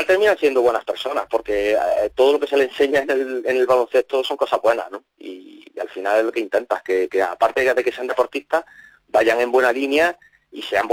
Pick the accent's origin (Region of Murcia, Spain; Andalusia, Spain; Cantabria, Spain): Andalusia, Spain; Martos; yo soy de Martos, y en Martos hay 3 equipos de fútbol.